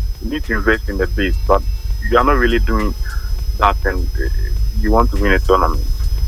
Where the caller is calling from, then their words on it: Ghana; although I'm a Ghanaian